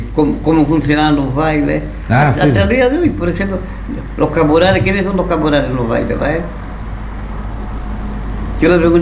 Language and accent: Spanish; La Pampa, Argentina; yo tengo muy bonitos recuerdos de mi época, de mi niñez en La Pampa.